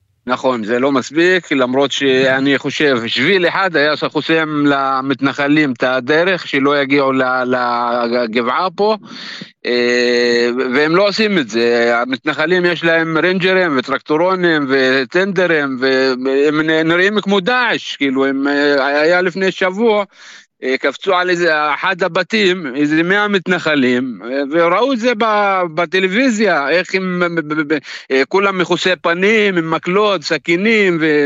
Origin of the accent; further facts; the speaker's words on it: Qusra, West Bank, Palestine; אנחנו כבר מ-7 לאוקטובר, הכפר שלנו סגור, יש שער, הכניסה לכפר היא סגורה